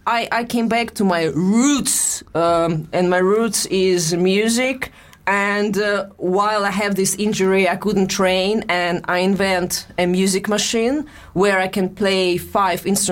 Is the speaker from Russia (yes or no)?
yes; Russia; accent: Russian; I think it's my Russian accent, because truly when I sing...